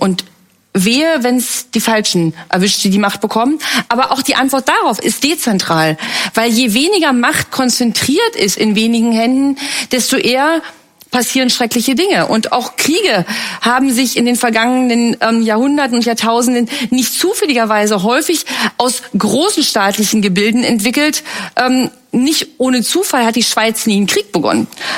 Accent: East Germany, Germany; Und nun komme ich zufälligerweise aus dem Land, wo die Partei die Macht hatte

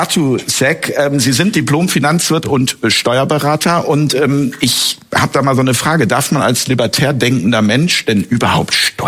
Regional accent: Lippe, North Rhine-Westphalia, Germany; ich komme aus dem Lipperland und da wird alles immer G wird zu CH gemacht

